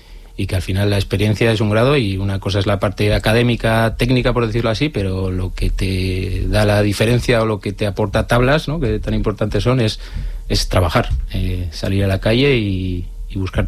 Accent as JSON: {"language": "Spanish", "town": "Vitoria-Gasteiz", "region": "Basque Country", "country": "Spain", "said": "somos de aquí de Vitoria y decidimos emprender aquí."}